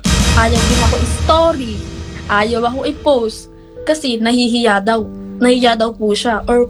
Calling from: Caloocan, Metro Manila, Philippines; Taga Caloocan po.

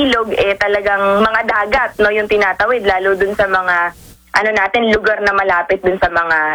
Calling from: San Jose del Monte, Central Luzon, Philippines; Opo, dito sa San Jose del Monte po.

